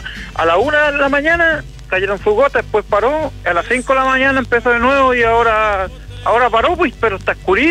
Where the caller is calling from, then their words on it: Pichilemu, O'Higgins, Chile; de Pichilemu.